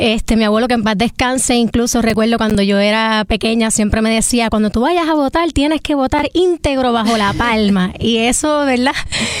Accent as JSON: {"language": "Spanish", "country": "Puerto Rico", "said": "Soy una puertorriqueña como cualquier persona que se levanta todos los días cuestionándose las cosas que ocurren en su país"}